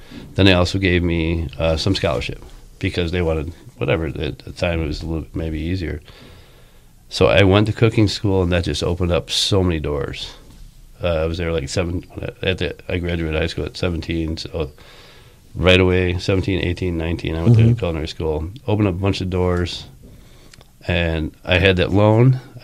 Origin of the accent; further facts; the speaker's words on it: Chicago, Illinois, United States; I grew up poor on the northwest side of Chicago.